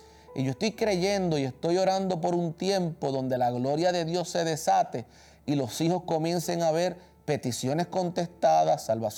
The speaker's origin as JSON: {"language": "Spanish", "country": "Puerto Rico", "said": "ya el lunes estoy de regreso en mi país, en la Isla del Cordero, país de bendición."}